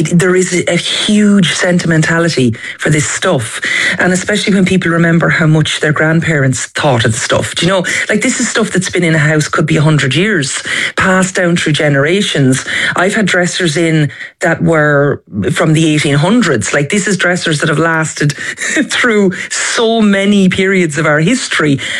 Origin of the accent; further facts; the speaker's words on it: Carnew, Leinster, Ireland; And it's in my hometown of Carnew in County Wicklow.